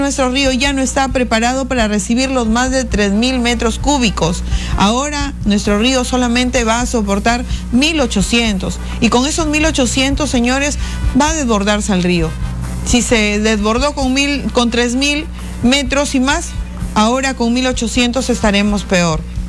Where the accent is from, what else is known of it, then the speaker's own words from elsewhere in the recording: Piura, Peru; somos más piuranos